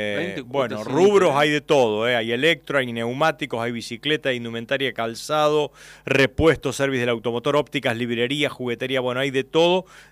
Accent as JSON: {"language": "Spanish", "region": "Córdoba", "country": "Argentina", "said": "una casa allí cerca de mi pueblo, en Brinkman, la localidad de Brinkman, cerca de mi pueblo"}